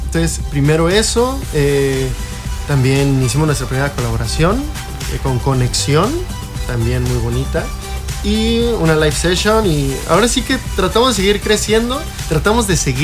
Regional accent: Cancún, Quintana Roo, Mexico; Pero realmente yo soy de Cancún. O sea, yo soy de Cancún. Mis vivencias de la vida han sido aquí. Yo me enamoré de la música aquí en Cancún. Yo hice toda mi vida en Cancún

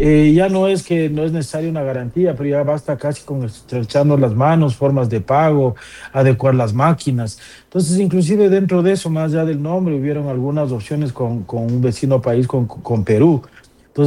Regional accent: Ecuador; que es lo que estamos buscando, obviamente, como ecuatorianos

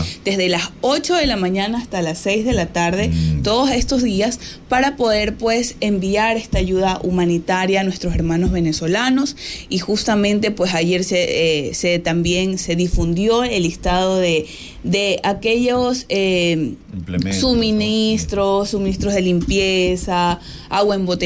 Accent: Manta, Manabí, Ecuador; nosotros como manabitas, como ecuatorianos, ya lo vivimos. En 2016 un terremoto que azotó la provincia, en mi cantón Manta fue también muy fuerte

